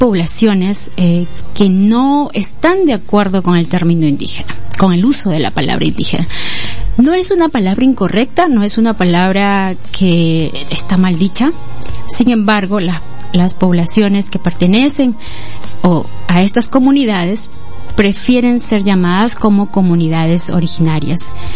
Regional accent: Peru

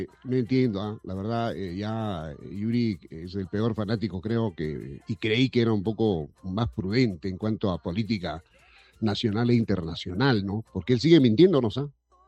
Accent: Peru

